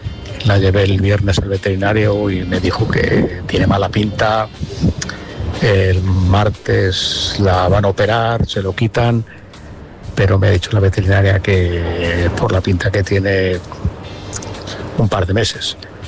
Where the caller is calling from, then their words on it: Segovia, Castile and León, Spain; de Segovia.